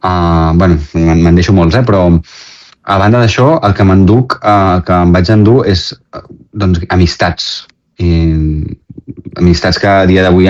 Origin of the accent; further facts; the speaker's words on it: Girona, Catalonia, Spain; Soc de Girona, gironí.